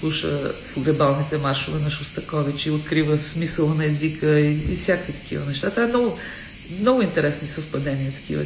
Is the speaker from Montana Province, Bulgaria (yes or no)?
yes; Lom, Montana Province, Bulgaria; moved away; родния ми град Лом